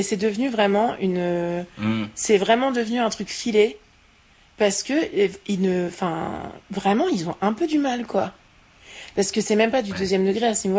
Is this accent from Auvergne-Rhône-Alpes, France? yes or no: no; Normandy, France; je viens de Normandie.